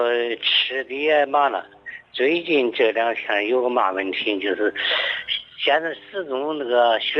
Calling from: Hebei, China; 我是河北的。

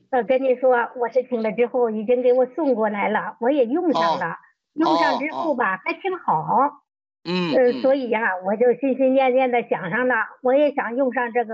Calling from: Hebei, China; 我不是云南的，我家是河北的。

